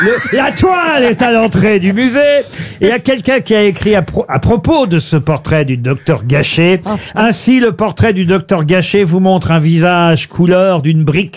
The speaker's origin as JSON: {"language": "French", "town": "Le Havre", "region": "Normandy", "country": "France", "tie": "born there", "said": "Ben, peut-être qu'elle voulait découvrir ma ville natale."}